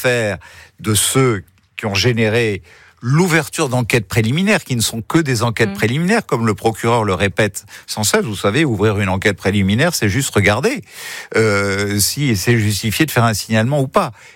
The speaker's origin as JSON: {"language": "French", "town": "Nice", "region": "Provence-Alpes-Côte d'Azur", "country": "France", "tie": "born or raised there", "said": "je suis né à Nice et j'ai bien l'intention jusqu'au bout d'être un Niçois parce que je suis passionné par ma ville."}